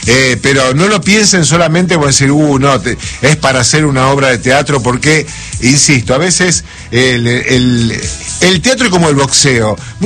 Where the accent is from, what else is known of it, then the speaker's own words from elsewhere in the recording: Argentina; Nosotros que somos los argentinos, que somos descendientes de los italianos, nos la pasamos gesticulando con las manos